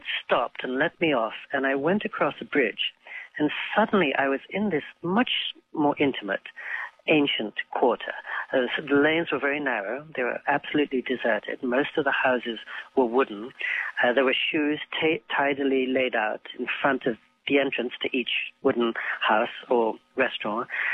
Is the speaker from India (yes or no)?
no; England, United Kingdom; now in New York City, United States; And I know this place better than I know the street I grew up on in England. I know it better than the apartment where I live in New York City.